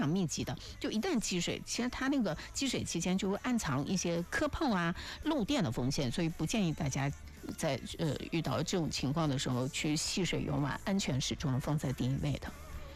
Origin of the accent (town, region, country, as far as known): China